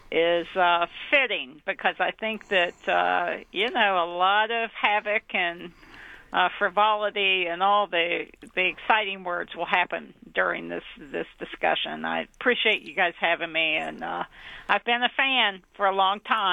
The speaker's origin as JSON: {"language": "English", "region": "West Virginia", "country": "United States", "tie": "born or raised there", "lives_now": "Huntington, United States", "said": "I'm from West Virginia, right up the road, about 20 miles. We lived fairly rurally. I lived within a mile most of my life from my grandparents' house, where my mom was born and where my mother lived."}